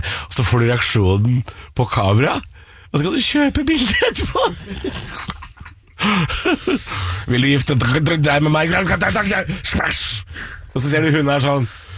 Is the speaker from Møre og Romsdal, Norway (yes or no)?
no; Drammen, Buskerud, Norway; Jeg er fra Drammen.